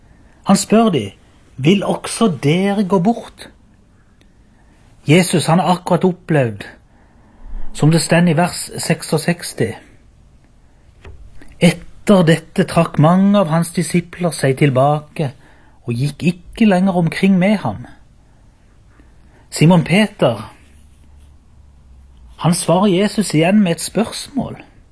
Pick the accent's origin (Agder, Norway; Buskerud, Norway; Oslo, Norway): Agder, Norway; Byremo; jeg kommer fra Byremo, og jeg gjeng i menigheten Ebenezer Byremo.